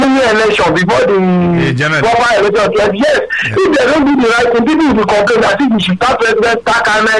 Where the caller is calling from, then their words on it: Ikorodu, Lagos, Nigeria; I'm calling you from Ikorodu.